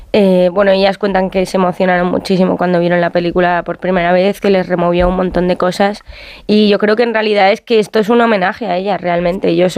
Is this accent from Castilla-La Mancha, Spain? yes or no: no; Madrid, Community of Madrid, Spain; viví una adolescencia en la que yo también que soy de Madrid